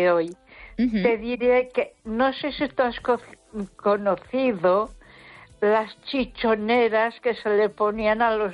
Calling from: Ponferrada, Castile and León, Spain; de Ponferrada.

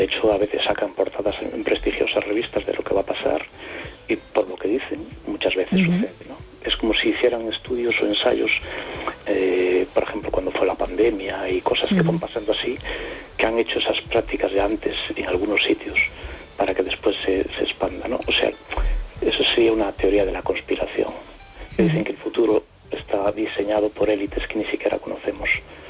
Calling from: A Coruña, Galicia, Spain; de Coruña.

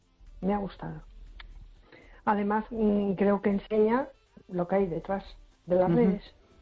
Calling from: A Coruña, Galicia, Spain; de Coruña.

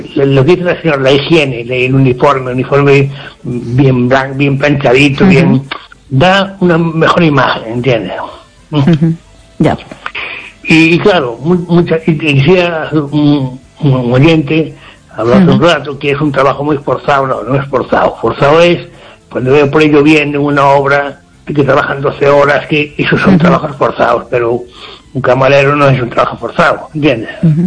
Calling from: Ferrol, Galicia, Spain; aquí de Ferrol.

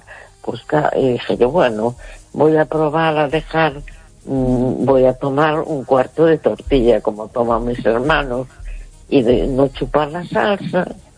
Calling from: A Coruña, Galicia, Spain; de La Coruña.

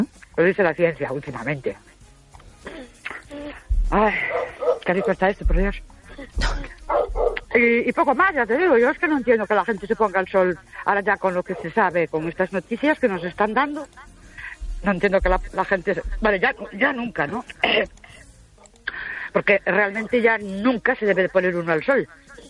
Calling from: Ourense, Galicia, Spain; de Ourense.

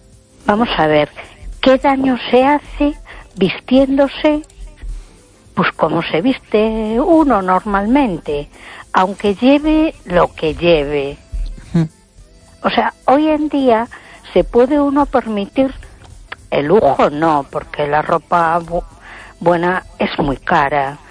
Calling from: A Coruña, Galicia, Spain; de Coruña.

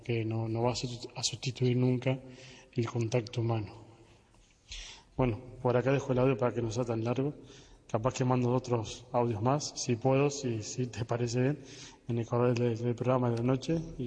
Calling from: Montevideo, Uruguay; vivo en Montevideo, estudio en la Facultad de Comunicación

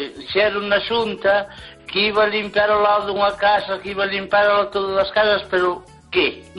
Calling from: Lugo, Galicia, Spain

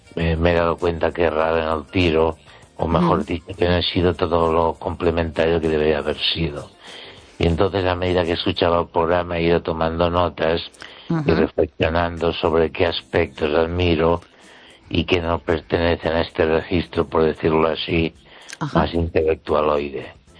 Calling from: Ourense, Galicia, Spain; desde Orense.

